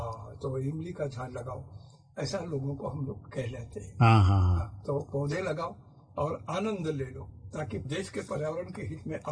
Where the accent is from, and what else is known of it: Maharashtra, India